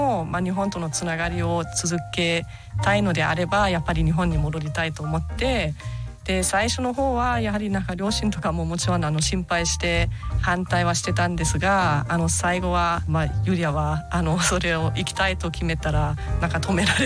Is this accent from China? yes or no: no; Germany; Japanese is a second language; moved away